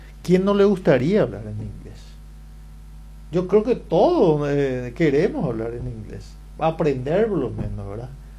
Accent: Paraguay; Nosotros trabajamos acá todos los días y todos somos paraguayos o llámese latino

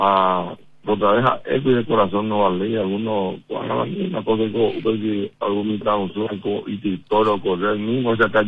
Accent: Cuba; A ya yo soy cubana

